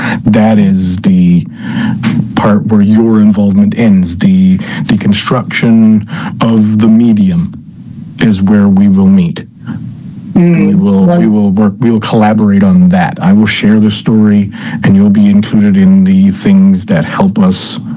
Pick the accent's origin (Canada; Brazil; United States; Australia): Canada; Flat Bay, Newfoundland and Labrador; moved away; I have negative memories when I left the community. But growing up in Flat Bay